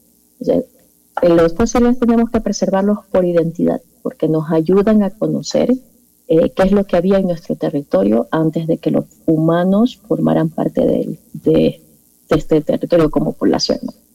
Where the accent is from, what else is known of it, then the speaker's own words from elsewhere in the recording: Ecuador; Nosotros como ecuatorianos